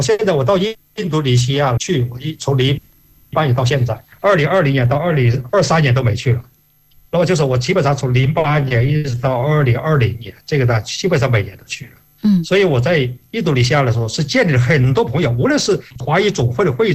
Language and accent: Chinese; Guangxi, China; 他一看我是来自广西